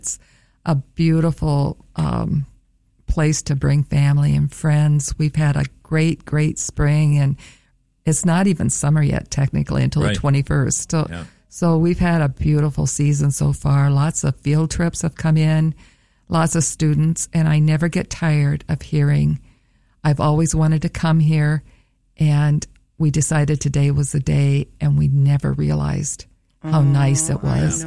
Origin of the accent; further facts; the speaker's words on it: Minnesota, United States; I'm from Minnesota.